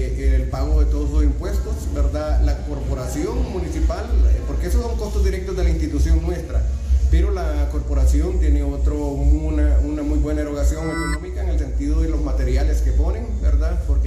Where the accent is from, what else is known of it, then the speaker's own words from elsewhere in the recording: Honduras; producto de los impuestos que nosotros como hondureños pagamos